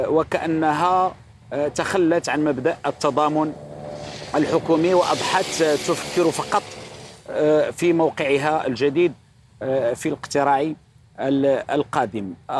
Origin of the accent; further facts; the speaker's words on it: Morocco; عندنا في المغرب